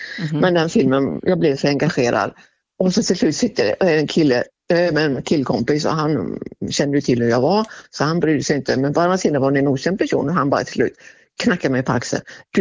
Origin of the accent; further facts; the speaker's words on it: Sweden; Jag är ju svensk, ja, absolut i mitt själ och hjärta, men när det gäller just bio så tycker jag det är kuligare när folk blir lite mer engagerade.